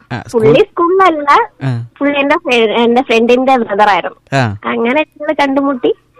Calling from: Kerala, India; മരാടത്തോട്ടം.

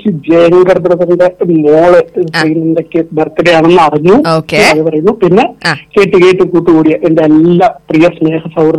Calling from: Gurugram, Haryana, India; ഡൽഹിയോട് ചേർന്ന് ഗുരുഗ്രാം.

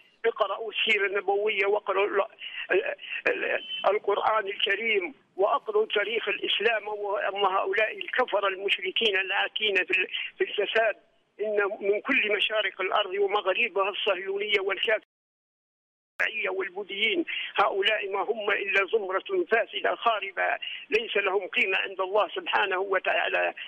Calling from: Libya; ربي يصلح بلادنا ليبيا

